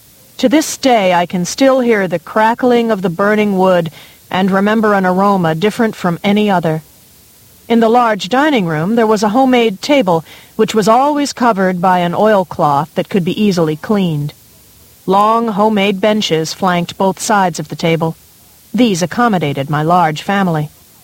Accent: Mullins, South Carolina, United States; but would enter public school in my hometown of Mullins for my junior and senior years.

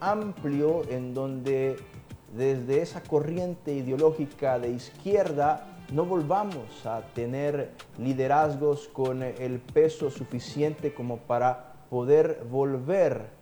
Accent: Honduras; nuestro país, Honduras

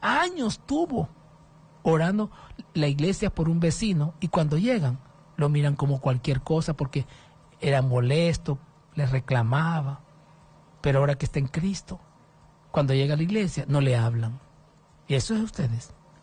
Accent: San Antonio de Flores, Choluteca, Honduras; Y aquí ya cuando ya cuando se van para los Estados Unidos, ya no, yo soy de San Antonio de Flores.

